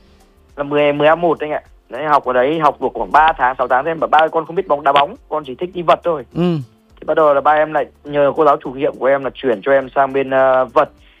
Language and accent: Vietnamese; Chiêu Khúc, Hanoi, Vietnam; lần đầu tiên đó chính là quê hương em cũng là cái nôi sinh ra bá vật cổ truyền